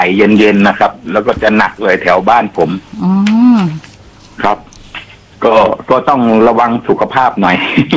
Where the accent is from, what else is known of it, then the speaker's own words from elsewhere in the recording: Bangkok, Thailand; moved away as an adult; now in Sai Noi, Nonthaburi, Thailand; ผมอยู่เป็นคนกรุงเทพ